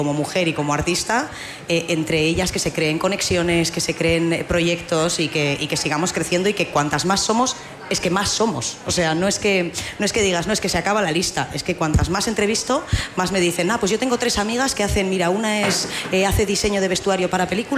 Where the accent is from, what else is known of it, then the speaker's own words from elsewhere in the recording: Bilbao, Basque Country, Spain; pero yo soy de Bilbao, adoro mi país vasco, se come muy bien, tenemos de todo y hace mucho más fresquito que aquí